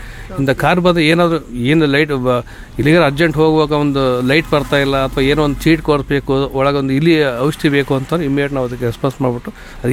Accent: Karnataka, India; ನಾವು ಹುಟ್ಟಿದ್ದು ಇಲ್ಲಿ ಶಿವಮೊಗ್ಗ ತಾಲೂಕು ಮಿಲಿನ ಹಂಸವಾಡಿ ಅಂತ ಒಂದು ಗ್ರಾಮ.

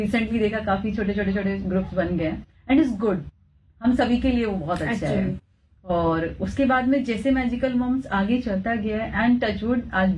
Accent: Delhi, India; moved away as an adult; now in Mumbai, India; I got married and I shifted to Mumbai. मैं दिल्ली से हूँ, दिल्ली से फिर मैं इधर आई।

